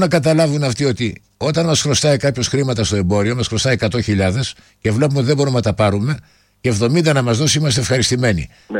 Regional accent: Greece; εμείς οι δύο που μιλάμε είμαστε Έλληνες, κάτοικοι της χώρας

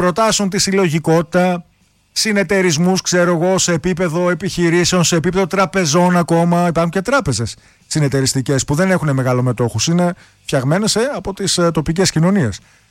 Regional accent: Greece; ειδικά ως Έλληνες

